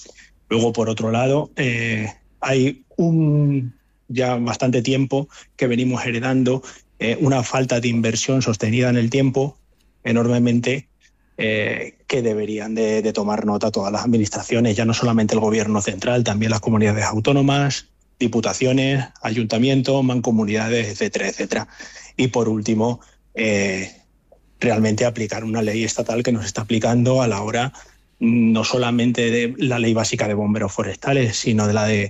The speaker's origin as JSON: {"language": "Spanish", "town": "Ávila", "region": "Castile and León", "country": "Spain", "said": "ahora en mi tierra, en Ávila, los incendios más grandes de España."}